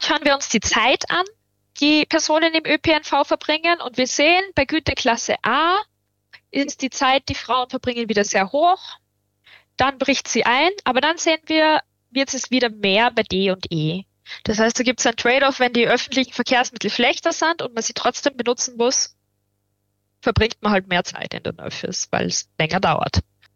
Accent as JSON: {"language": "German", "region": "Upper Austria", "country": "Austria", "tie": "born or raised there", "said": "oder in meinem Heimatbundesland Oberösterreich sind das Orte wie St. Martin im Mühlkreis oder Kremsmünster."}